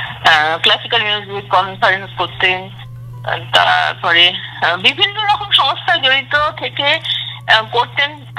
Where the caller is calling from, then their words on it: Kolkata, West Bengal, India; আমি ঢাকুরিয়া থেকে